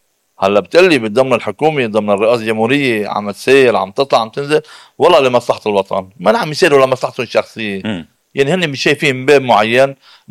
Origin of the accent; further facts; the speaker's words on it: Lebanon; نحن علينا واجبات كلبنانيين